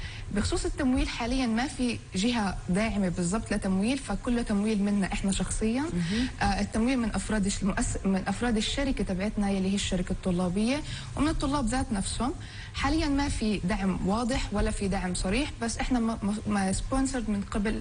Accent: Palestine; احنا بمجتمع فلسطيني دائما في تحديات.

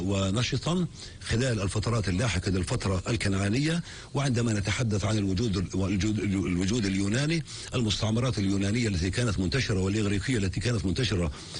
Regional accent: Palestine; معانا كفلسطينيين داخل فلسطين

